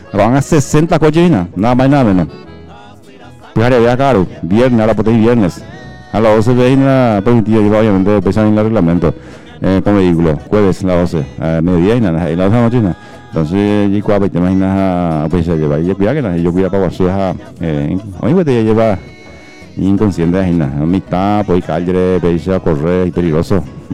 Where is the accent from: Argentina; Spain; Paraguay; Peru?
Paraguay; Y soy paraguayo, de tierra adentro.